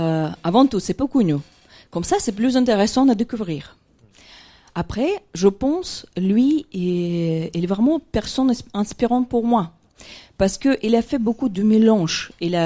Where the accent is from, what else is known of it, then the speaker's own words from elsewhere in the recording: Crimea, Ukraine; born there; French is a second language; moved away as an adult; also born or lived in Moscow, Russia; je suis née en Crimée.